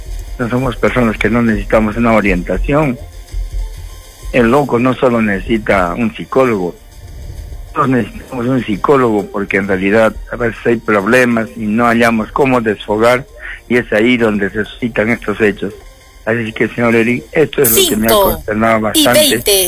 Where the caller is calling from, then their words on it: Paucarpata, Arequipa, Peru; aquí un frío intenso, aquí en Pucallpata.